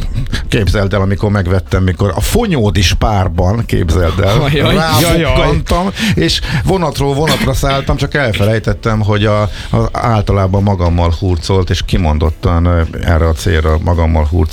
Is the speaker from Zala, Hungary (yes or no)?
yes; Zala, Hungary; born there; now in Budapest, Hungary